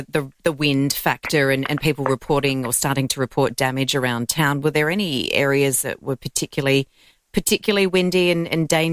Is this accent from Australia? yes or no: yes; Mount Gambier, South Australia, Australia; born there; I was born in Mount Gambier, Chris, so a beautiful, beautiful spot in South Australia.